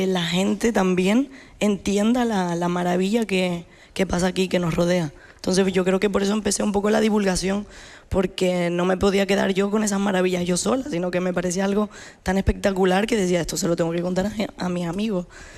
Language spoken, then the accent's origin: Spanish; Canary Islands, Spain; nos atraviesa a todas las personas que habitamos Canarias, que somos canarias, y desde que nacemos